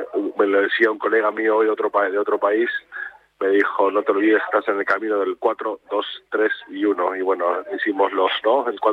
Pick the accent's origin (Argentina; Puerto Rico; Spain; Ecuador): Argentina; y creo que como argentino lo he disfrutado, pero vamos, con todo mi cuerpo.